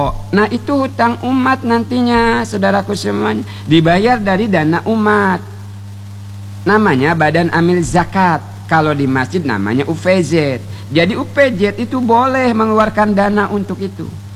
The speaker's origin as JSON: {"language": "Indonesian", "region": "Bangka Belitung Islands", "country": "Indonesia", "said": "kuda kawa, kata kita orang Bangka kan, membayar."}